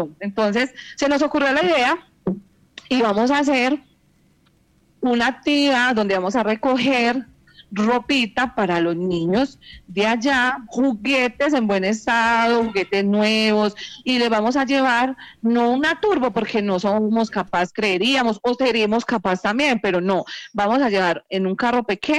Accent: Caicedo, Antioquia, Colombia; Los caicedeños salimos con una y mil cosas

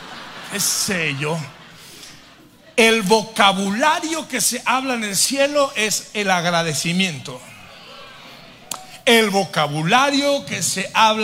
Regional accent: Durango, Mexico; accent: norteño

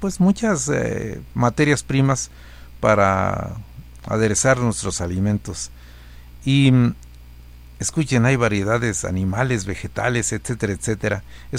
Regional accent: Mexico; Yo soy de México, les recuerdo.

